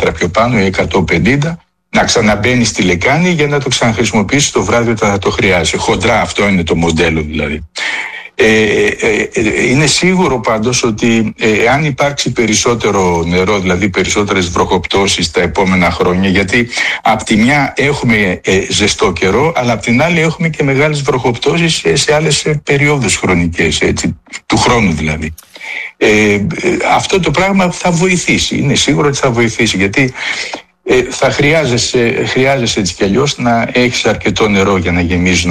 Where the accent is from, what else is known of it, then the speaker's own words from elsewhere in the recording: Athens, Attica, Greece; Εγώ πιτσιρικά θυμάμαι που μεγάλωσα στην Αθήνα, υπήρχαν περίοδοι που καίγαν τα πόμολα, έτσι, τον Ιούλιο και τον Αύγουστο.